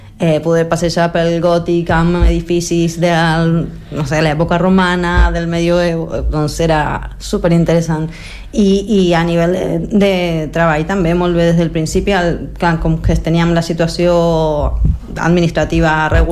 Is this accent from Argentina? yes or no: yes; Argentina; moved away; perquè jo vaig marxar de l'Argentina al juliol i aquesta situació es va donar al desembre.